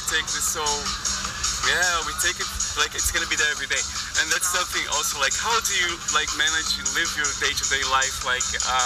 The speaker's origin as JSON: {"language": "English", "country": "Brazil", "tie": "born or raised there", "said": "I grew up really poor in Brazil."}